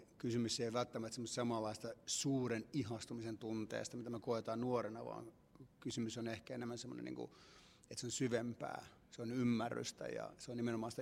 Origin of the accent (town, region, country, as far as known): Cyprus